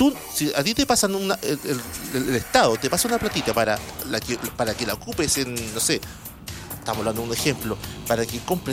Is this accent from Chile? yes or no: yes; Melipilla, Santiago Metropolitan Region, Chile; Y somos de Melipilla.